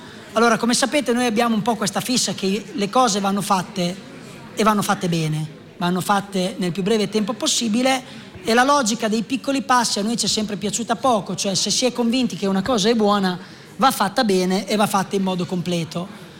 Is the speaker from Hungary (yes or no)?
no; Cailungo, Borgo Maggiore, San Marino; vengo dalla frazione di Cailungo, quindi del Castello di Borgo